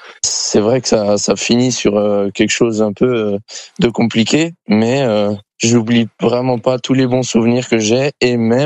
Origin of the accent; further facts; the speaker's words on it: France; que je suis français et que avec la France c'est quelque chose qu'ils font particulièrement.